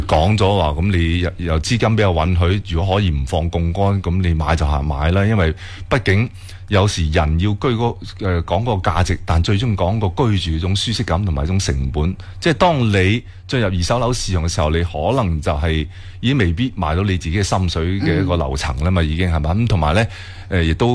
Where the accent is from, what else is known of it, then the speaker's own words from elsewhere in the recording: Foshan, Guangdong, China; 我哋佛山